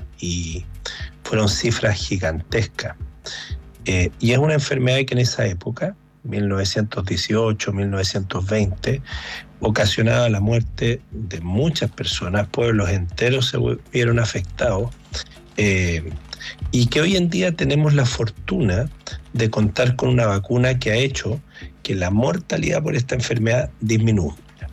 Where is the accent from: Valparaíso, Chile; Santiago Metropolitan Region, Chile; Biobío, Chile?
Valparaíso, Chile; Viña del Mar